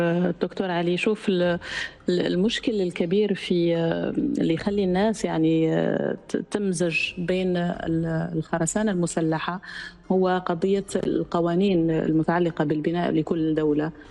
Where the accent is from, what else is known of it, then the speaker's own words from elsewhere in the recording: Algeria; أو قصور عندنا بالجزائر